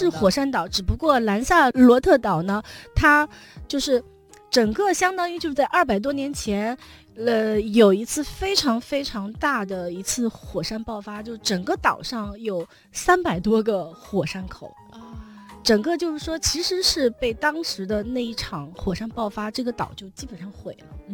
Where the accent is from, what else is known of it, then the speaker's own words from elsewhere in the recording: China; 我们中国人